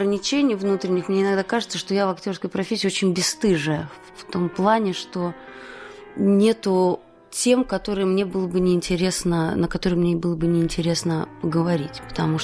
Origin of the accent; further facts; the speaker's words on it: Latvia; moved away as an adult; also born or lived in Moscow; я латышка, иностранная гражданка